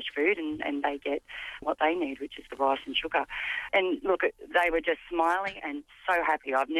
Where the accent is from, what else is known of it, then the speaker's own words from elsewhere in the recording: Melbourne, Victoria, Australia; I'm from Melbourne, very big AFL supporter